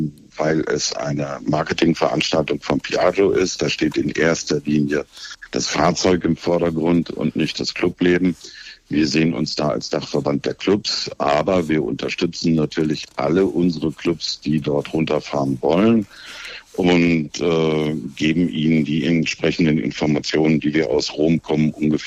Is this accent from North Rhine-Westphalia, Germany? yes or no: yes; North Rhine-Westphalia, Germany; Als Jugendlicher hatte man bei uns im Ruhrgebiet nicht viele Möglichkeiten, außer mit dem Fahrrad oder den Öffentlichen zu fahren.